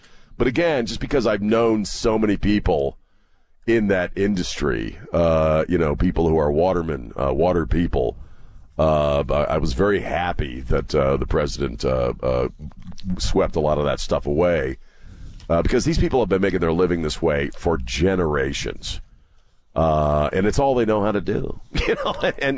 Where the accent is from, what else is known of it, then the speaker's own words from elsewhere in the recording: Chesapeake Bay, United States; I grew up on Chesapeake Bay and the coast of the East Coast.